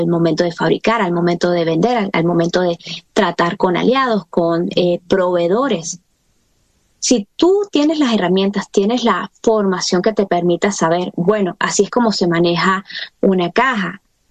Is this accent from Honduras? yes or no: no; Venezuela